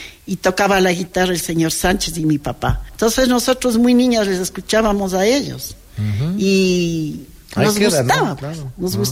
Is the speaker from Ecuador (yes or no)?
yes; Quito, Pichincha, Ecuador; also born or lived in Guayaquil; Sí, pero vine de unos 3 años acá, Quito.